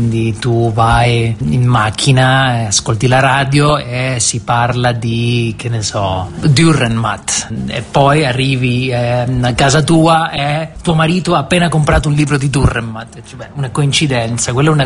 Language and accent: Italian; Argentina; Italian is a second language; da una parte è molto difficile scrivere in Argentina, o essendo argentino della mia generazione, che io non ho proprio vissuto la dittatura ma sono nato durante la dittatura